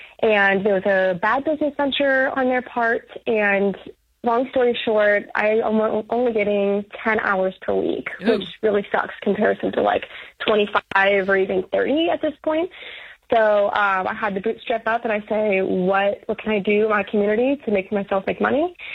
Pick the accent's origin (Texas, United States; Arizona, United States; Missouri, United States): Missouri, United States; St. Louis; I moved here about 2 hours north of where I'm from in St. Louis here